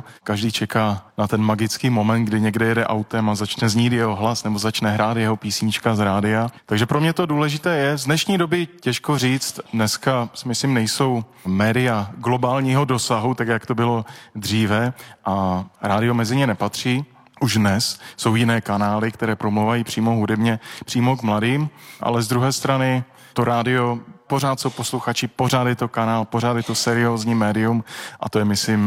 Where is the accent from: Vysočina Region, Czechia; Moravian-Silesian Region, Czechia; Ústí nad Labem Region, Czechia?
Moravian-Silesian Region, Czechia; Ostrava; Já jsem rodák z Ostravy.